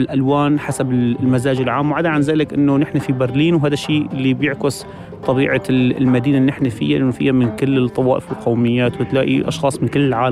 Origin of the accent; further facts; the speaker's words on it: Aleppo, Aleppo Governorate, Syria; now in Berlin, Germany; نحن عندنا بحلب نحن كمان من حلب